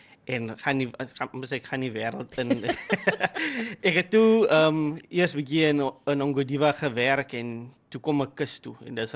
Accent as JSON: {"language": "Afrikaans", "town": "Rehoboth", "region": "Hardap", "country": "Namibia", "tie": "born or raised there", "also_born_or_lived": "Ondangwa", "moved": "as an adult", "lives_now": "Namibian coast, Namibia", "said": "Ek is 'n trotse Rehoboth pastor. Ek is in Rehoboth gebore, daar groot geword. Ek was 20, toe trek ek uit my ouer huis uit."}